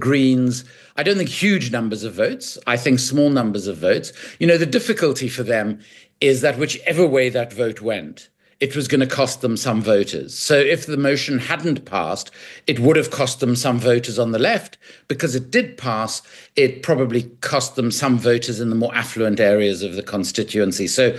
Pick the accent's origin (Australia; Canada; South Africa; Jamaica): South Africa; moved away; as I was growing up in South Africa